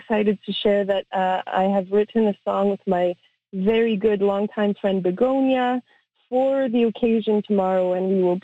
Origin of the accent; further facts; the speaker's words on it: Manitoba, Canada; specifically Manitoba, being from the Red River, you know, my perspective of Canadian history is very from a Métis and Francophone lens